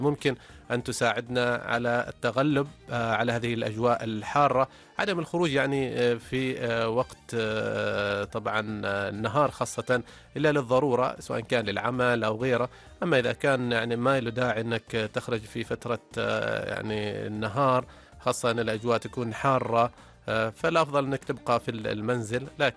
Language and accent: Arabic; Oman; وكذلك رطب عندنا في عمان.